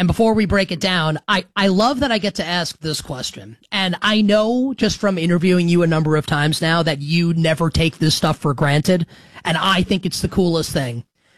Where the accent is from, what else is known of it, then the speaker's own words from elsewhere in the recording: Queens, New York, United States; at the U.S. Open because I'm from Queens